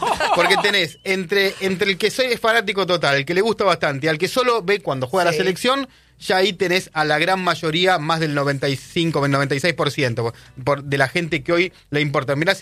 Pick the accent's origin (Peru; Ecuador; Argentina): Argentina; A ver si somos termo los argentinos, ¿no?